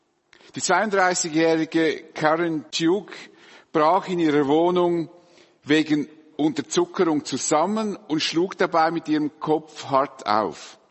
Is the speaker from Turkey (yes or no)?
no; Dietikon, Zurich, Switzerland; born or raised there